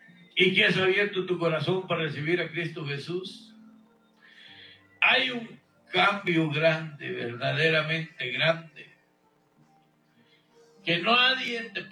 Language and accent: Spanish; Guatemala; now in Houston, United States; Allá a mi tierra natal, el predicador … viviendo en Houston, Texas, nacido en Guatemala.